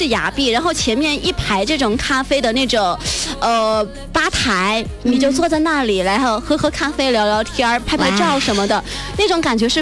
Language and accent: Chinese; Sichuan, China